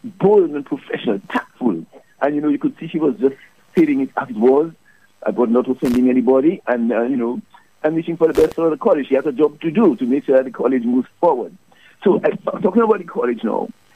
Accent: Colihaut, Dominica; from Lacusette and Charlotteville, born and bred.

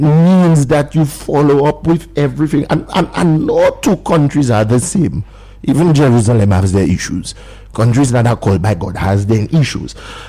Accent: Dominica; born there; I was born in Princess Margaret Hospital

